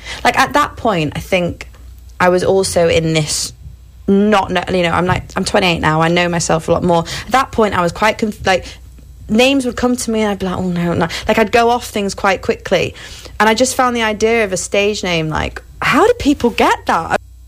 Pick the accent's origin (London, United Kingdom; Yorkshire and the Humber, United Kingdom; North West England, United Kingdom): North West England, United Kingdom; I grew up in Cheshire, which is like a little bit outside of Manchester.